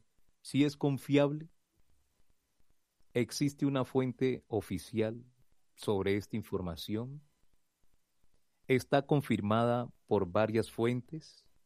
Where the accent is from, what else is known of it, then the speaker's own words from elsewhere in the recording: Colombia; nosotros, como colombianos